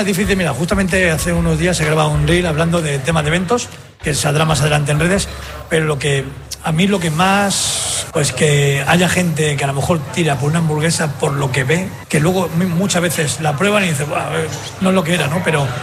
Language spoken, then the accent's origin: Spanish; Torrejón de Ardoz, Community of Madrid, Spain; born or raised there